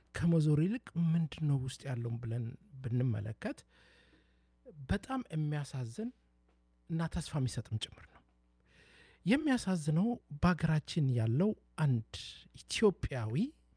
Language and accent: Amharic; Dire Dawa, Ethiopia; Amharic is a second language; ቢሆንም ለመናገር አቅተኛ በኦሮምኛውን ሞክራለሁ ሶማሊኛውን ሞክራለሁ። ለምን ድሬ ተወልጄ ያደኩኝ ሁሉንም እንደዛው እንዋደዳለን እንወዳለን።